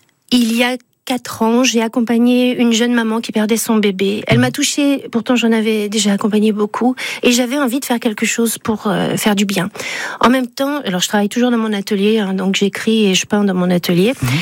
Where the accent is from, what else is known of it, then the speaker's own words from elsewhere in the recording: Auvergne-Rhône-Alpes, France; born there; also born or lived in Philippines; Je suis née en Haute-Savoie.